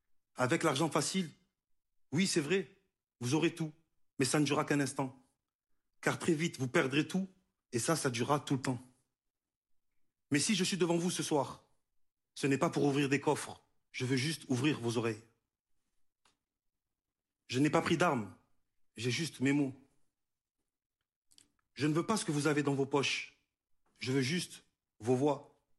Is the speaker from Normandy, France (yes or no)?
no; Marseille, Provence-Alpes-Côte d'Azur, France; born there; Je suis né à Marseille. Et comme beaucoup d'autres qui ont grandi dans un quartier, je me suis construit sur la base d'un mensonge.